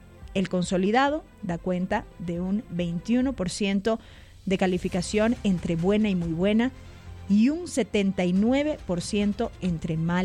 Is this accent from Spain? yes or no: no; Ecuador; los que pagan los platos rotos somos todos los ecuatorianos.